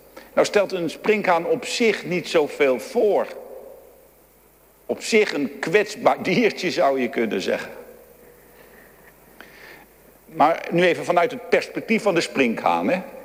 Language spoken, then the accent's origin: Dutch; Amsterdam, North Holland, Netherlands; ik ben een Amsterdamse jongen. En in de stad wonend